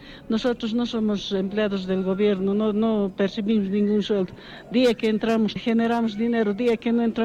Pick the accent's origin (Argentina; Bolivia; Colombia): Bolivia; sustentar nuestro país, que es Bolivia.